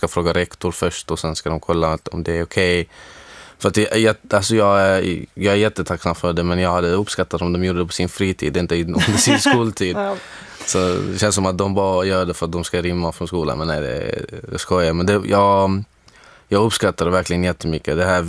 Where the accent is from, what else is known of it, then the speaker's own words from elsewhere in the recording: Syria; now in Sweden; det här baseras på hur situationen är i mitt hemland i Syrien